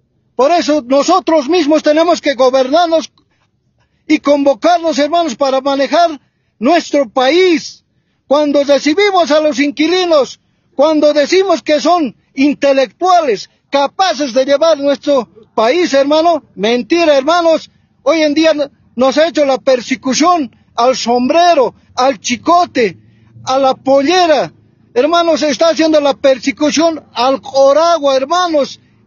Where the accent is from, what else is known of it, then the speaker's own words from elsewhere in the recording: Bolivia; nosotros, como bolivianos, como indígenas originarios